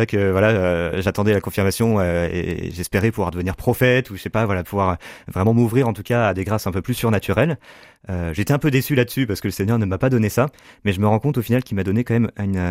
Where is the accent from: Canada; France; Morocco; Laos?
France; Le Mans, Pays de la Loire; born or raised there